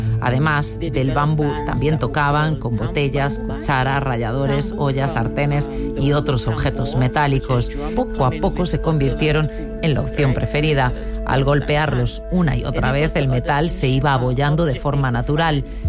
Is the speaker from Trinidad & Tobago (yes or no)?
yes; Tobago, Trinidad & Tobago; now in New York, United States; soy de Trinidad y Tobago, concretamente de la isla de Tobago.